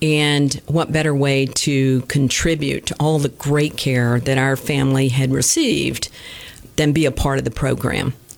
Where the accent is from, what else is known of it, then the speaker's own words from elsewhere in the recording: Mississippi, United States; moved away as an adult; also born or lived in New Orleans; now in Maine, United States; my parents actually were from Northeast Mississippi. So I grew up in a small, small town, rural town in Mississippi, and then spent my adult life there in New Orleans.